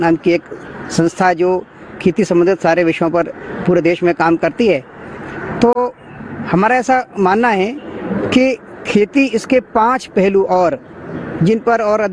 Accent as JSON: {"language": "Hindi", "region": "Uttar Pradesh", "country": "India", "tie": "born or raised there"}